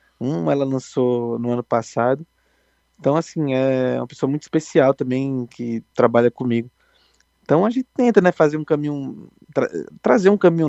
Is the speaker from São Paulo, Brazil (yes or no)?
no; Arapiraca, Alagoas, Brazil; Arapiraca, que é a minha cidade natal, interior de Alagoas